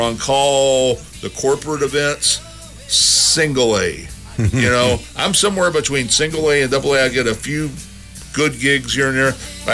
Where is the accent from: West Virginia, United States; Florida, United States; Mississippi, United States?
West Virginia, United States; moved away; I'm originally from West Virginia.